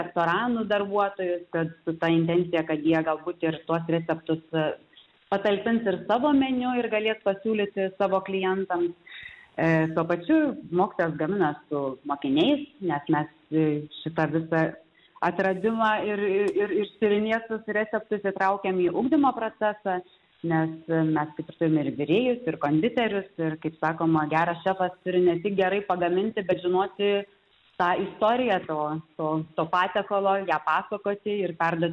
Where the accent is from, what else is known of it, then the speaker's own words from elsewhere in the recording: Šiauliai County, Lithuania; aš pati iš Šiaulių krašto